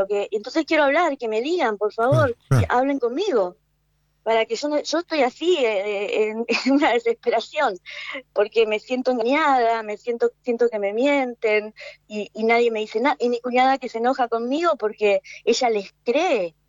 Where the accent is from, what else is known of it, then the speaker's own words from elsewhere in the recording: Argentina; Yo soy argentina, tengo toda mi familia es argentina y nos sentimos abandonados, ¿no?